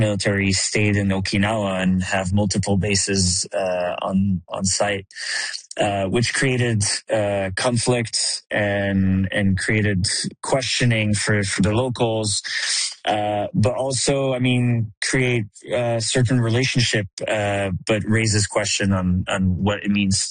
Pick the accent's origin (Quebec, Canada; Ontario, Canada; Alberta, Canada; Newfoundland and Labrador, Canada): Quebec, Canada; just growing up in Quebec and with the understanding of like First Nation